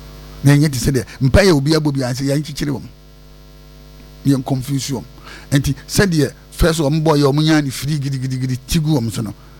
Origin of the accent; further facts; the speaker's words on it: Ghana; if you take all my money, I am still a Ghanaian.